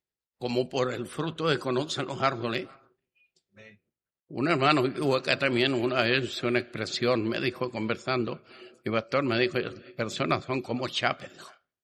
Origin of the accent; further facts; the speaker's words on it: Chile; el nombre que nosotros le damos acá a vulgar como chileno.